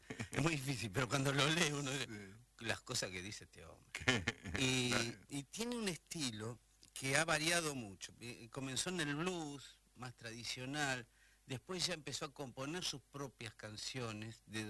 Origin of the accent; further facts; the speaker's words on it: Argentina; Yo soy porteño